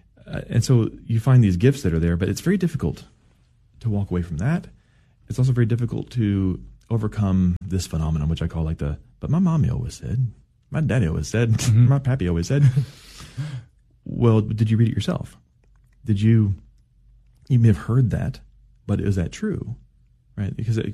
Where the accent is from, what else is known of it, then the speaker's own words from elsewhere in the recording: Cedar Hill, Texas, United States; also born or lived in Dallas; I grew up in Cedar Hill, Texas, just south of here. I loved coming in the day. I got to see I was born in Dallas. I could see literally the place I was born outside the window.